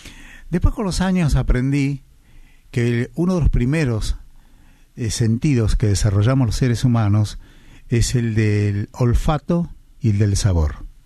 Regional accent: San Miguel de Tucumán, Tucumán, Argentina; born there; Yo nací en San Miguel de Tucumán. Mi madre era tucumana.

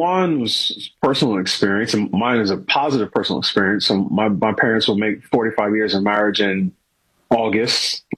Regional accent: New York City, New York, United States; now in Washington, United States; I grew up in New York City. You know, I went to school in college in Pittsburgh. I've been in the DC area now almost 20 years.

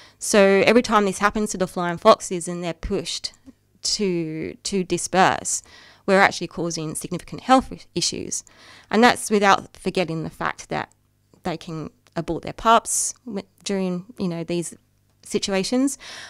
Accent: United Kingdom; now in Australia; my hometown back home in the UK

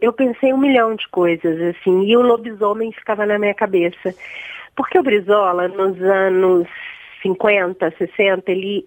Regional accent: Minas Gerais, Brazil; eu não sou carioca, né? Sou. Uhum. Mineira, não tenho uma ligação.

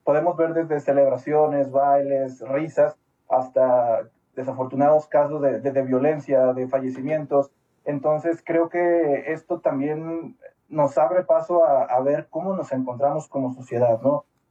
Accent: Mexico; creo que como mexicanos nos caracterizamos por expresar estas emoc

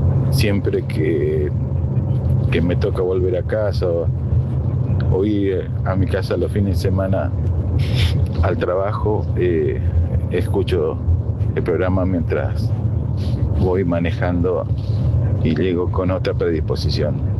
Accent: Posadas, Misiones, Argentina; born there; now in La Plata, Argentina; soy de la provincia de Misiones, pero vivo en la ciudad de La Plata ya hace 35 años. Tengo el corazoncito, como siempre, en Misiones, en Posadas, mi ciudad natal.

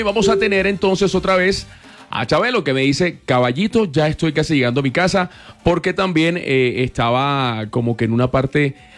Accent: Colombia; nosotros, como colombianos, como familia, como hermanos que somos, nos unimos de una forma impresionante.

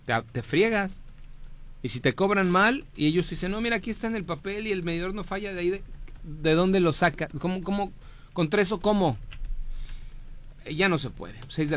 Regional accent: Mexico; somos muchos mexicanos.

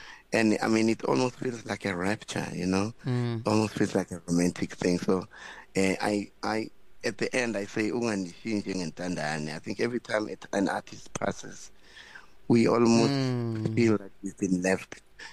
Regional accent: Limpopo, South Africa; On my experiences when I was growing up in Limpopo.

